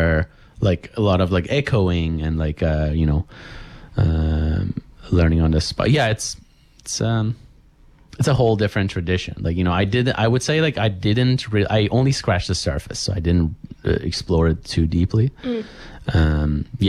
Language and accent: English; Tehran, Tehran Province, Iran; moved away; also born or lived in India; I grew up in Iran, in Tehran